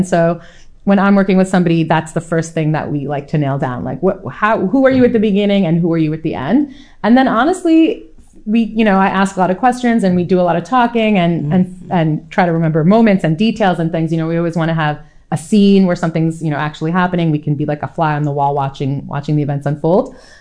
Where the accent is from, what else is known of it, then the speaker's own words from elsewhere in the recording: New York, United States; I grew up in New York. I grew up going to shows in New York